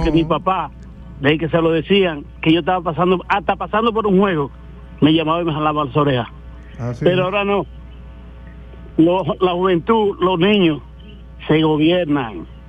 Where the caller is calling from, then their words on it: San Juan de la Maguana, San Juan, Dominican Republic; Hablo de San Juan de la Maguana